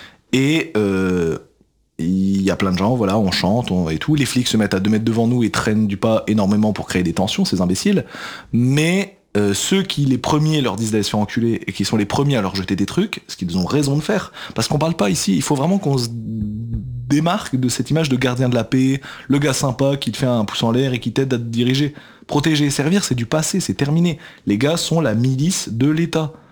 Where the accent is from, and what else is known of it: Belgium; now in Paris, France